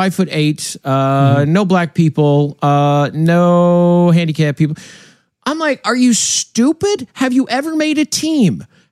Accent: United States; being American.

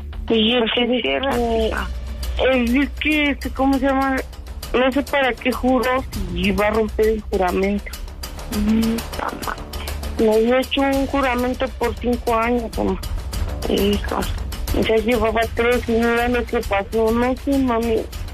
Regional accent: Santorum, Tlaxcala, Mexico; Yo soy de Santorum, Tlaxcala.

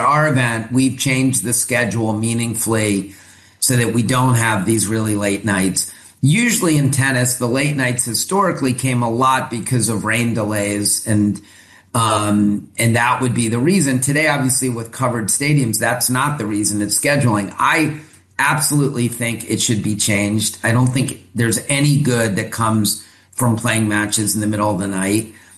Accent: Maryland, United States; born or raised there

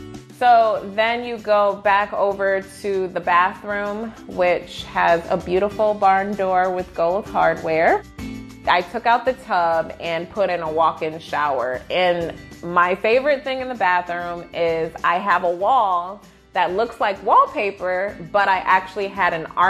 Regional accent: Detroit, Michigan, United States; So I love Detroit. I'm born and raised in Detroit. I can live anywhere in the world and I choose to be here.

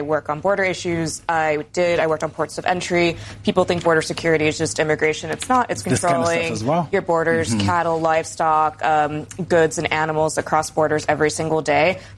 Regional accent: New Mexico, United States; one of the cases is in my home state of New Mexico, one of the more rural and impoverished states in this country.

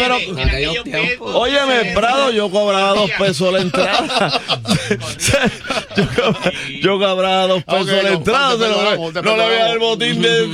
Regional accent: San Juan, Puerto Rico; also born or lived in Puerta de Tierra, San Juan; Bueno, yo vengo de La Perla, pero me pasaba en Puerto Tierra.

